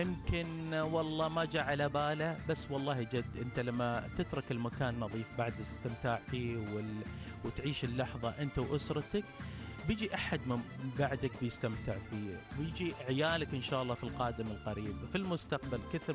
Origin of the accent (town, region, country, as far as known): Oman